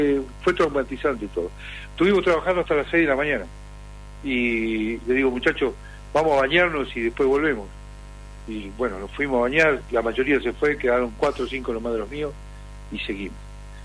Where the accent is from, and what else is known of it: Argentina